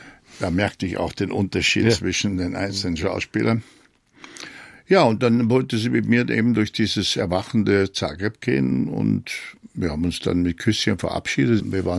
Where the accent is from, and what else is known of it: Germany; accent: German